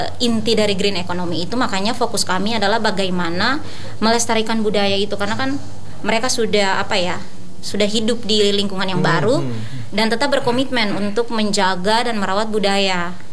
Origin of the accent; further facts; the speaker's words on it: Maluku, Indonesia; Asalnya dari Maluku.